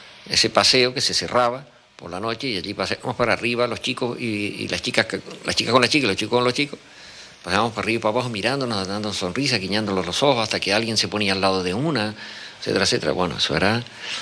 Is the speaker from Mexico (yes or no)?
no; San Cristóbal de La Laguna, Canary Islands, Spain; born there; Todo eso lo aprendí yo en la calle, en nuestra calle